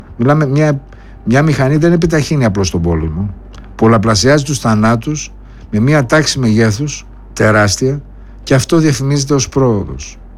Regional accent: Greece; εγώ είμαι Έλληνας. Στην Ελλάδα ζω.

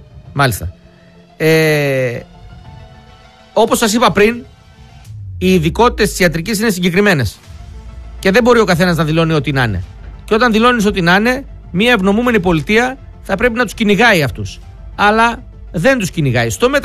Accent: Northern Greece, Greece; moved away; είμαι από το Βορρά.

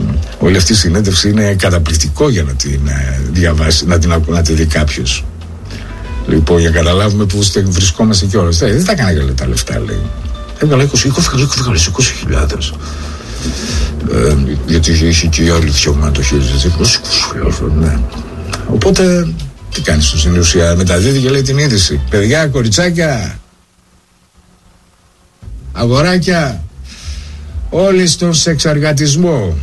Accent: Greece; also born or lived in Athens

